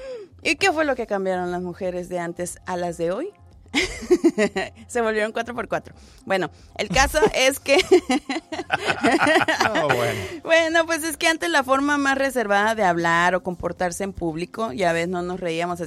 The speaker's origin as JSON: {"language": "Spanish", "town": "Tijuana", "region": "Baja California", "country": "Mexico", "tie": "born or raised there", "said": "Yo crecí en Tijuana, en Tijuana no hacían eso."}